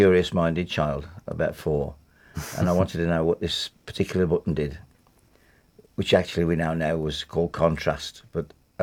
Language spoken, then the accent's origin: English; Wednesbury, West Midlands, United Kingdom; well, I'm from Wensbury, and that's fine by me, and why should I pretend to be what I'm not?